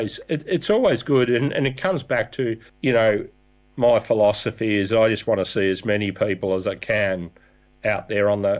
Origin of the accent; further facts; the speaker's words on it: Launceston, Tasmania, Australia; born there; also born or lived in England; I was born in Launceston